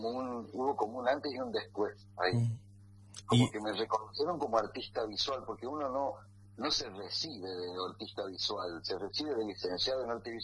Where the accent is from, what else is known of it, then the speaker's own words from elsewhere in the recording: San José de Jáchal, San Juan, Argentina; yo soy de Cacha